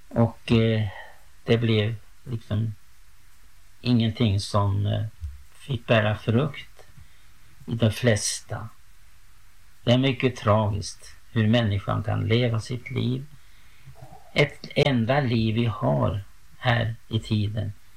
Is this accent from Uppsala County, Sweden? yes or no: yes; Uppsala County, Sweden; moved away; jag reste genom min hembygd på vägen hit. En plats utanför Uppsala där jag uppväxt